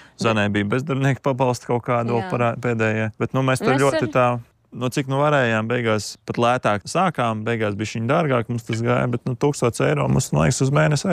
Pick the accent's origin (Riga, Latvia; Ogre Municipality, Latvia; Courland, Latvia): Ogre Municipality, Latvia; Ogre; moved away as an adult; now in Jēkabpils, Latvia; es esmu pats no Ogres audzes dzimis